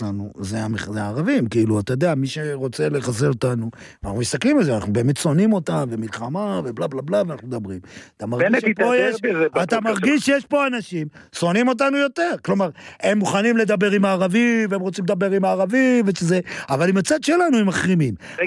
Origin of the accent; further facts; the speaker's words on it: Modiin, Central District, Israel; לא רק עם דתיים, אפילו שאני בא מהבית הזה, אני בא ממודיעין. זאת עיר שיש בה רוב חילוני